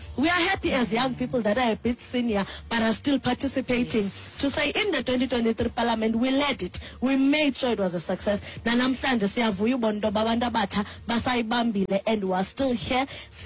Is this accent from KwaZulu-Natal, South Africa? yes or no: no; Eastern Cape, South Africa; I'm from Amathole district, a rural district.